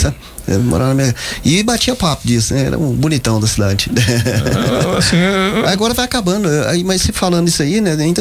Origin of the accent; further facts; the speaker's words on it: Delmiro Gouveia, Alagoas, Brazil; born there; moved away; Lá no Nordeste, na cidade que eu nasci, em Delmiro Gouveia